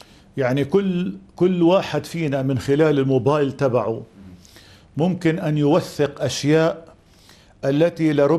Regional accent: Palestine; وبالتالي أنا كمسيحي فلسطيني لا أتحدث عن القدس ولا أتحدث عن فلسطين بمعزل عن السياق الوطني.

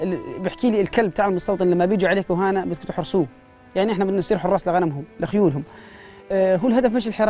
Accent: Al-Auja, Jericho Governorate, Palestine; احنا طبعا من مواليد منطقه شلال العوجه، يعني بدايه حياتنا كانت هي عباره عن تربيه مواشي واغنام.

